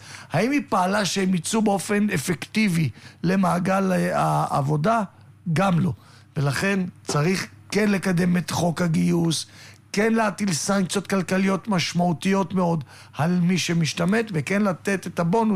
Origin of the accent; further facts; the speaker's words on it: Holon, Tel Aviv District, Israel; אגב, אני מכיר לא מעט משפחות, במיוחד במקום שאני גדלתי, בו אני גדלתי בחולון, בשכונת תל גיבורים